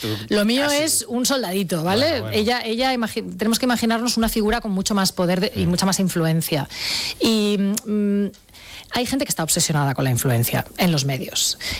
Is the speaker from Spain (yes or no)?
yes; Sant Feliu de Llobregat, Catalonia, Spain